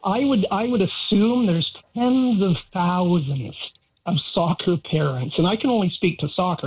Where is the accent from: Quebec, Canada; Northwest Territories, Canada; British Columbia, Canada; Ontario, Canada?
British Columbia, Canada; Vancouver; I grew up in Vancouver. I played soccer back in the late 60s in Vancouver as a kid.